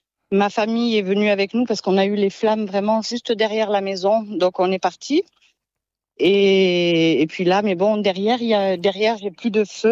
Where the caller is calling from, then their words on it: Montfort, France; Je suis à Montfort.